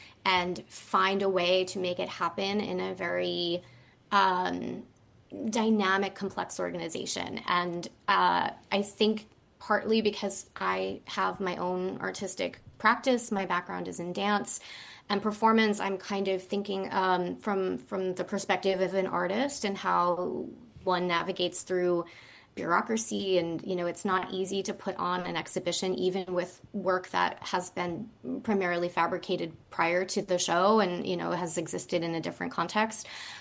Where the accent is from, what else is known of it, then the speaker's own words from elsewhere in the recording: Staten Island, New York, United States; I've been at Snug Harbor for 11 years and I'm from Staten Island.